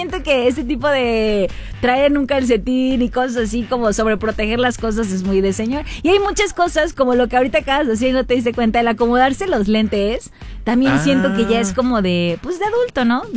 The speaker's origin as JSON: {"language": "Spanish", "region": "Puebla", "country": "Mexico", "said": "Que se vea que soy poblana."}